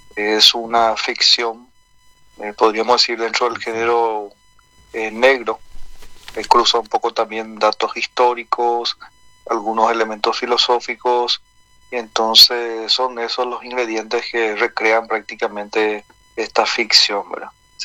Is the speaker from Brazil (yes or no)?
no; Paraguay